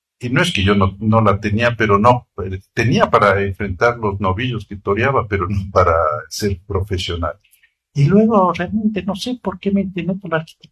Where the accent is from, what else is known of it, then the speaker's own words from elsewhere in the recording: Ambato, Tungurahua, Ecuador; also born or lived in Quito; Luego, pues yo nací en Ambato en el año 1948. Yo estuve en Ambato hasta terminar sexto grado. Y ahí hice grandes amigos, que hasta ahora somos amigos. Por una situación especial, yo viajé a Quito con mi familia